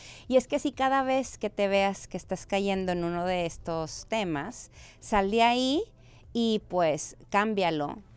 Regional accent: Monterrey, Nuevo León, Mexico; O que ya ves que a mí, por ejemplo, que soy regia

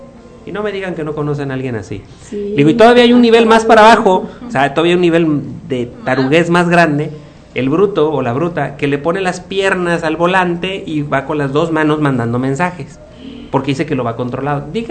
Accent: Mexico; porque somos mexicanos.

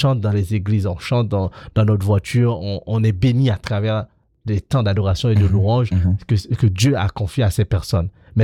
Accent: Haiti; now in France; je suis né en Haïti, j'ai grandi en Haïti

